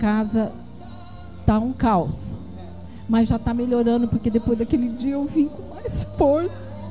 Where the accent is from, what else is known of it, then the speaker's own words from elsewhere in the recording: Guaraçu, Brazil; Eu sou de Guaraçu.